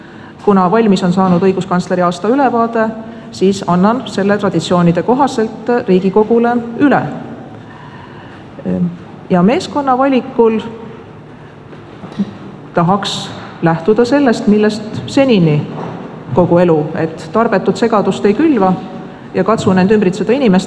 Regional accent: South Estonia, Estonia; kuigi ma kasvasin Lõuna-Eestis ja selle tõttu ma kahjuks soome keelt ei valda.

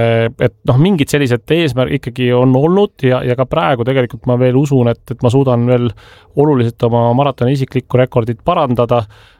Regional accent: Tallinn, Harju County, Estonia; õismäelane, kus ma tegelikult pärit olen või suure osa elust elanud

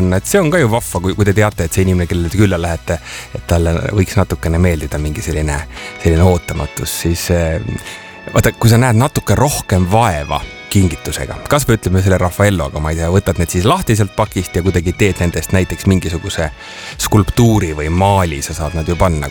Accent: Pärnu, Pärnu County, Estonia; Tiiu, tead, kus ma olen kasvanud? Ma olen kasvanud Pärnu rannarajoonis.

